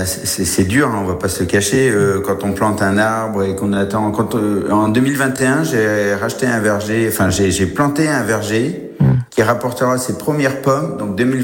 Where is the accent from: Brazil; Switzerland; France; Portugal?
France; Normandy; On a tendance en tant que Normand à rester recroquevillé sur soi